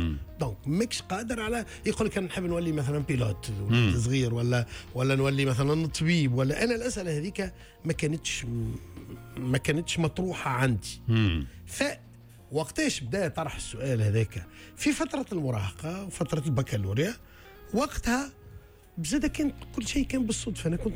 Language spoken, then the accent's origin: Arabic; Tunis, Tunis Governorate, Tunisia; في تونس العاصمة، في الجيارة، في باب جديد.